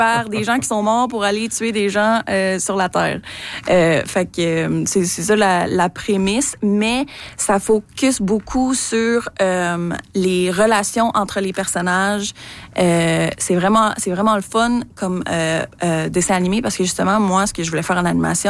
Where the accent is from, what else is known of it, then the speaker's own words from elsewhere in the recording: Montreal, Quebec, Canada; je viens de Montréal